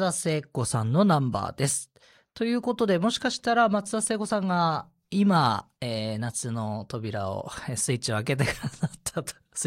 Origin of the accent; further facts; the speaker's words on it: Tohoku, Japan; 私たち東北人は多少夏遅いんですけれども